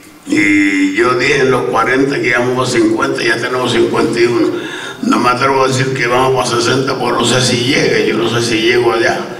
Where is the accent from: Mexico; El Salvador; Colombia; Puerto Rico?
Puerto Rico; Somos la bandera de Puerto Rico